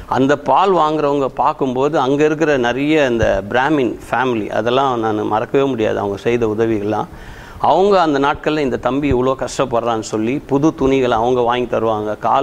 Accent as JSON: {"language": "Tamil", "town": "Chennai", "region": "Tamil Nadu", "country": "India", "tie": "born or raised there", "said": "பிறந்து வளர்ந்தது எல்லாமே மயிலாப்பூர் ஆல் இண்டியா பேக் சைடில் கார்னீஸ்வரர் கோவில் சீட் நம்பர் 40, அங்கே தான் நான் பிறந்து வளர்ந்தது எல்லாமே."}